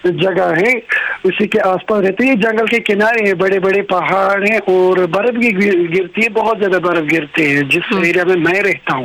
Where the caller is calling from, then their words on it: Jammu and Kashmir, India; मैं देखिए मैं सेंट्रल कश्मीर से बात कर रहा हूँ, जिला बड़गाम में हमारा गांव पड़ता है।